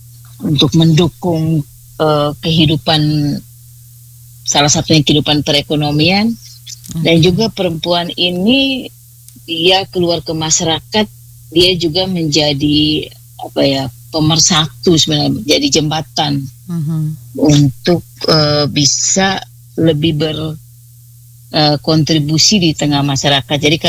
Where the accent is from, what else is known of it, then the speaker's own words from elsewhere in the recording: Manggarai, East Nusa Tenggara, Indonesia; moved away; daerah asal kami, khususnya daerah Manggarai dan dalam skala lebih besar daerah NTT